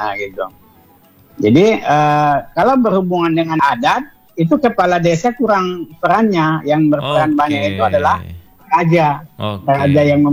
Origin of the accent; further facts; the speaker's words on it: North Sumatra, Indonesia; di daerah saya Nasution